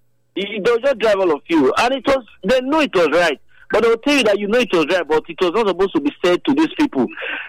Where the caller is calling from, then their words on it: Nigeria; I'm a Nigerian.